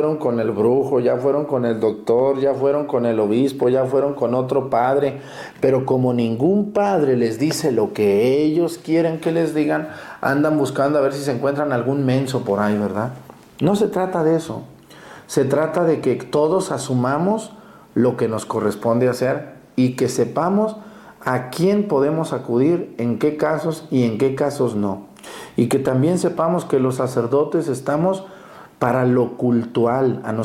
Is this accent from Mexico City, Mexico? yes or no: no; Mexticacán, Jalisco, Mexico; moved away; Yo en mi pueblo, en Mestigacán